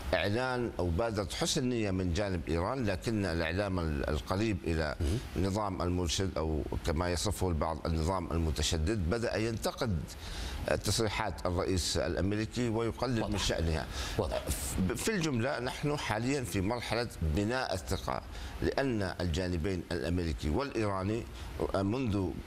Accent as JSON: {"language": "Arabic", "country": "Pakistan", "said": "أنا كباكستاني وقريب ومتابع للوساطة الباكستانية"}